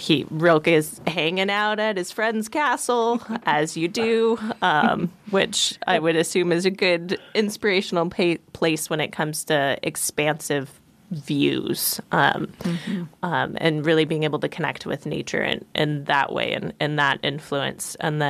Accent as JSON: {"language": "English", "town": "Palmer", "country": "United States", "tie": "born or raised there", "said": "I was born and raised in Palmer. The idea of fruit trees is very exciting."}